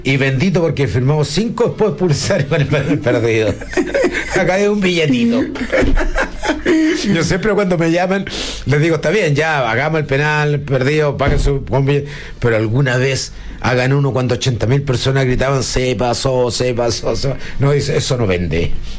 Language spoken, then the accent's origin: Spanish; Chile; Pero yo soy chileno, no soy argentino.